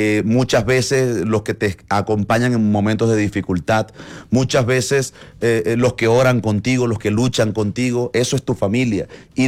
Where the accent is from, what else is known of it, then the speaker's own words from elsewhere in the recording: Chiriguaná, Cesar, Colombia; mi pueblo se llama Chiriguaná, el pueblo donde yo nací se llama Chiriguaná